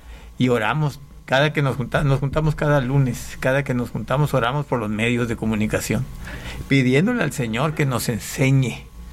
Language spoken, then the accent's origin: Spanish; Panama; born there; also born or lived in Mexico; Bueno, yo nací en Panamá, soy panameño de nacimiento, mexicano de nacimiento.